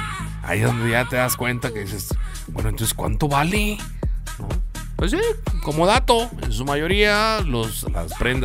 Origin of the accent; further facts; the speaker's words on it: Mexico; Nosotros, como mexicanos, apoyamos al producto local.